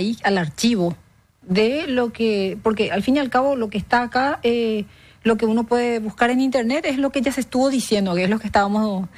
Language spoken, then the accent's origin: Spanish; Paraguay; nuestro gran compromiso como todo paraguayo